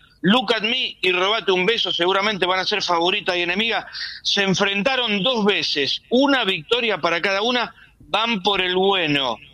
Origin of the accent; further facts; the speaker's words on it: Argentina; Y cuando nos reconocen como argentinos, no nos hablan de Diego, nos hablan de Messi.